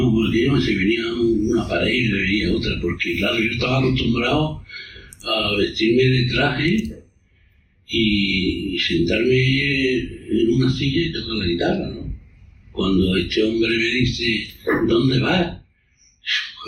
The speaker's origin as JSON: {"language": "Spanish", "town": "Granada", "region": "Andalusia", "country": "Spain", "tie": "born or raised there", "said": "pero yo salí del Sacro Monte."}